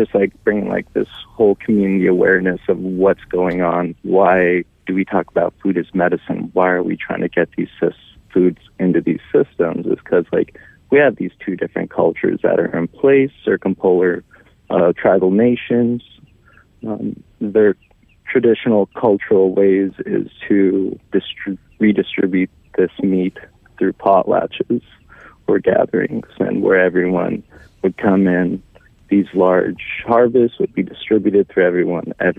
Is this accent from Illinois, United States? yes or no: no; Hooper Bay, Alaska, United States; now in Fairbanks, United States; from like a Native tribal sovereignty perspective, I am originally from Hooker Bay, in the Buckeye community.